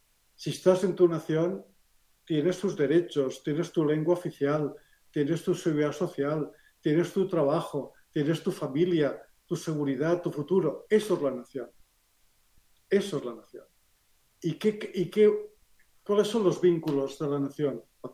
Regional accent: Catalonia, Spain; tú eres vasco y yo soy catalán, y sin embargo, ambos somos españoles.

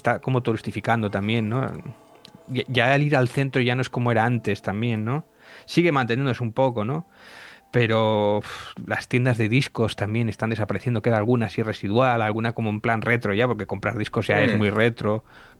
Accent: Asturias, Spain; yo no sé si es porque echaba mucho de menos Asturias, o soy muy de aquí

